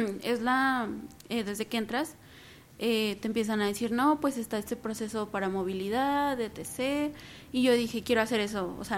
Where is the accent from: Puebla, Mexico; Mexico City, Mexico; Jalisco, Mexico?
Mexico City, Mexico; moved away as an adult; also born or lived in Nuevo León; now in Bogotá, Colombia; Vengo de México. Soy originaria de Ciudad de México y vengo por parte de la Autónoma, por la Universidad Autónoma de Nuevo León.